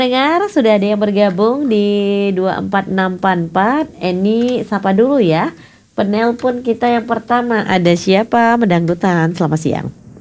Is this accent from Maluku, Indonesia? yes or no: no; Bali, Indonesia; saya asli Bali Bapak.